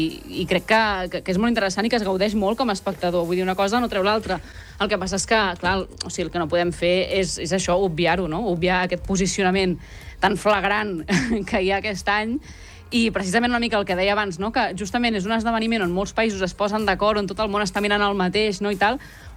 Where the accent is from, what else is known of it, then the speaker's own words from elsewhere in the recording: Sabadell, Catalonia, Spain; aquí a Sabadell, que jo soc de Sabadell